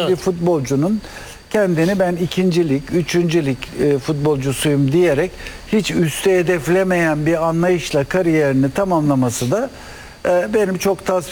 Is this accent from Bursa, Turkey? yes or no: yes; Bursa, Turkey; Ben Bursalıyım.